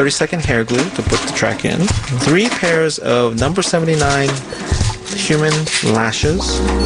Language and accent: English; Maryland, United States; also born or lived in Korea; I've been up here about 12 years. Hello, JJ. Because I grew up in Maryland.